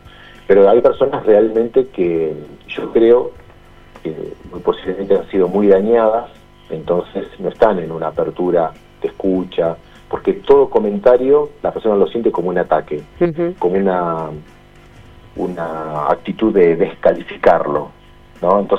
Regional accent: Argentina; somos muy argentinos, o somos bastante argentinos, ¿no?

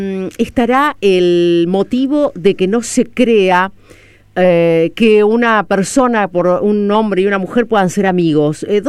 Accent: Argentina

